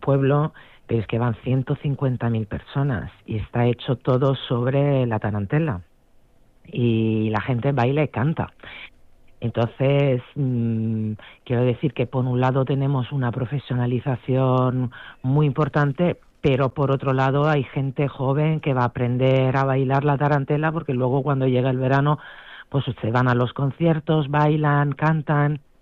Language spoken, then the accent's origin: Spanish; Italy; moved away as an adult; now in Spain; Yo soy italiana, llevo aquí 26 años